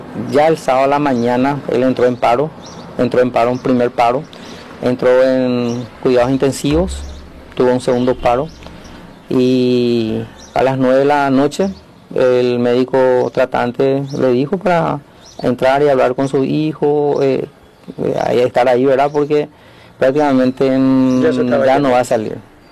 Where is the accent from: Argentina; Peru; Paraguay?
Paraguay; Yaguarón, Paraguarí; soy de Yaguarón.